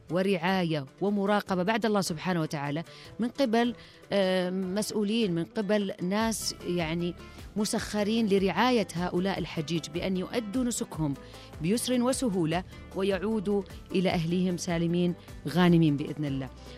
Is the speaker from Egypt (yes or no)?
no; Saudi Arabia; طبعا احنا نفخر فيها كسعوديين ونفخر بوجودها